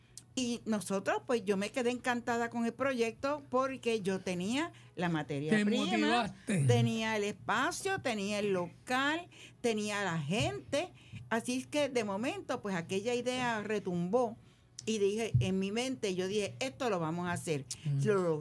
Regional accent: Puerto Rico; estamos ubicados en la calle Asunción 391 en Puerto Nuevo, en la capital de nuestra querida isla de Puerto Rico.

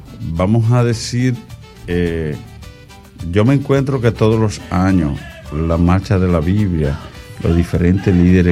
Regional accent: Dominican Republic; born there; also born or lived in Guaymate; now in La Romana, Dominican Republic; Yo vengo de un batey donde yo nací, el batey de Guerrero

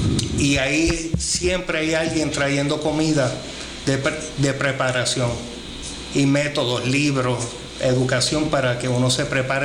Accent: Puerto Rico; also born or lived in San Germán, Puerto Rico / Ponce, Puerto Rico; now in Indiana, United States; Bueno, como puertorriqueño, criado aquí en San Germán, criado en Ponce, y viviendo en Estados Unidos

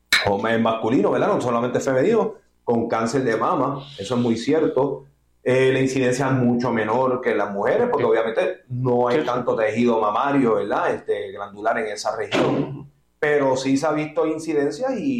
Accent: Puerto Rico; Esto es como costumbre boricua.

